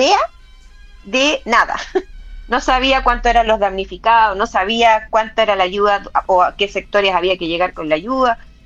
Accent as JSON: {"language": "Spanish", "country": "Chile", "said": "Nosotros como chilenos"}